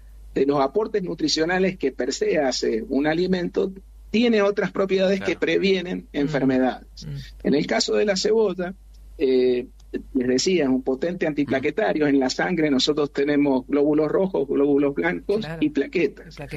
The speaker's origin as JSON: {"language": "Spanish", "region": "Mendoza", "country": "Argentina", "said": "yo soy mendocino."}